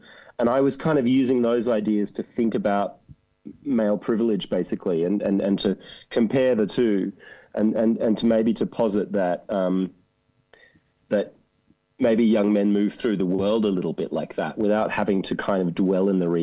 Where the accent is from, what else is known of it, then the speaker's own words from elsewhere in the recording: Australia; born there; also born or lived in United Kingdom; growing up in Australia, or mainly in Australia in my case, I did spend some time in the UK as well.